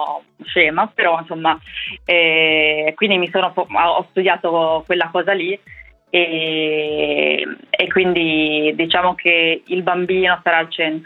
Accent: Rimini, Emilia-Romagna, Italy; io sono cresciuta a Rimini e dai, finalmente faccio una personale lì.

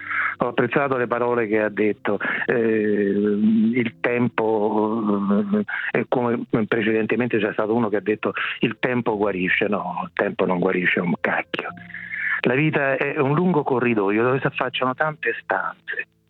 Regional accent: Rome, Lazio, Italy; Io sono di Roma, sì.

